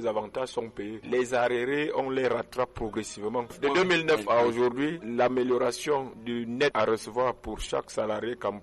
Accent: Cameroon; Je confirme que je suis camerounais. Je n'ai jamais accepté d'être français. J'aurais pu. Donc, je suis camerounais.

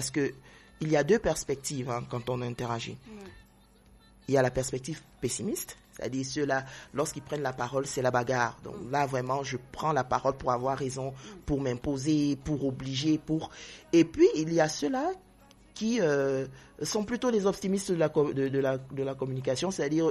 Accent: Cameroon; j'ai envie de parler Fufundi, j'ai envie de parler Maka, parce que je suis camerounaise.

